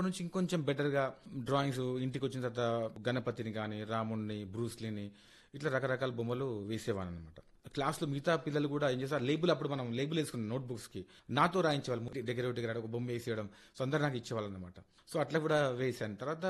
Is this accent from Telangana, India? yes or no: yes; Saidabad, Telangana, India; Sir నేను పుట్టింది సైదాబాద్లో sir. So మా అమ్మ డాడీ వచ్చేసి వాళ్ళు చదువుకోలేదు, మా అక్కయ్య కూడా చదువుకోలేదు. సో నన్నే గవర్నమెంట్ స్కూల్లో చదివించారు, మదనపేట హై స్కూల్ అని సైదాబాద్లో ఉండింది.